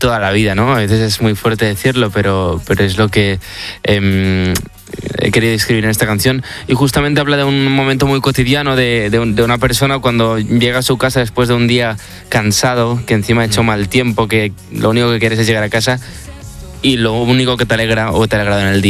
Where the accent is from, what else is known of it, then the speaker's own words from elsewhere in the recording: Barcelona, Catalonia, Spain; yo soy un chico de Barcelona